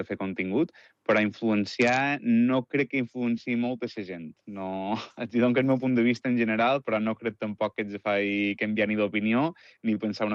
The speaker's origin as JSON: {"language": "Catalan", "town": "Sineu", "region": "Balearic Islands", "country": "Spain", "tie": "born or raised there", "said": "Jo soc de Sineu. … de Santa Catalina, i mon pare és de Zamora. I jo he nascut i m'he criat i visc encara dia d'avui a Sineu."}